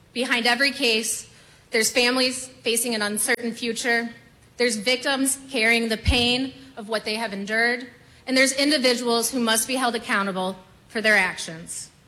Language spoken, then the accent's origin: English; Berrien County, Michigan, United States; I'm from Berrien, for Berrien. I'm a lifelong resident of Berrien County, and I grew up in the exact same neighborhoods that our court serves.